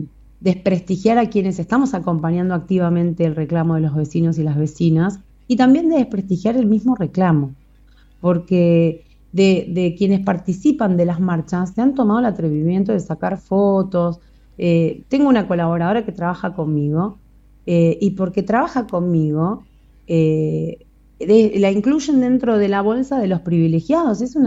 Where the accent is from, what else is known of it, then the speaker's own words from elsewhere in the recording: Ushuaia, Tierra del Fuego, Argentina; yo alquilo, tengo 40 años, soy de acá, soy fueguina y me toca alquilar como la mayoría de las familias de Ushuaia.